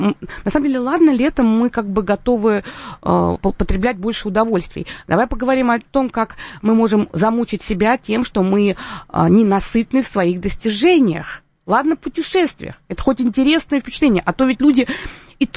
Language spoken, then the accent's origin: Russian; Moscow, Russia; born there; когда мы попали в Москву, хотя я родилась в Москве, мы уезжали потом